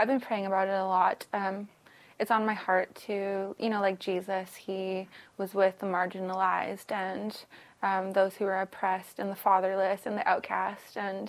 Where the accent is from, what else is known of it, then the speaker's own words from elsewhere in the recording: Vancouver, British Columbia, Canada; We're from Vancouver. Grew up here. Right along East Vancouver, like Commercial Drive and Pender and the native housing there.